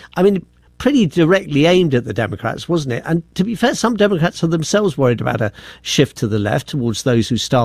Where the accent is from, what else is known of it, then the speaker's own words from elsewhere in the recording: United Kingdom; Speaking as a Brit, thank you for your apology.